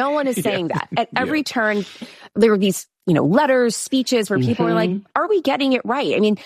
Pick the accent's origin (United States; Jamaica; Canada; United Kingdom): Jamaica; I'm a Jamaican mom, so when my kids come home with a 95, I'm like, where are the other 5 points?